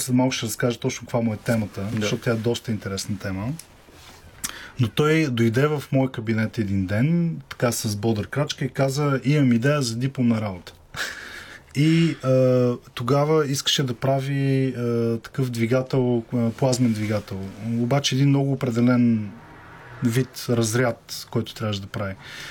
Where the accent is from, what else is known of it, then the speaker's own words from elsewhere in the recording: Yambol Province, Bulgaria; аз съм от Ямбул